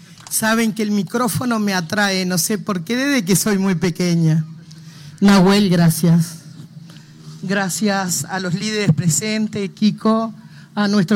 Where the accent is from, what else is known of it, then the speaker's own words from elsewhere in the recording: Uruguay; Soy esa mezcla, soy uruguaya, soy una mujer indígena de esta época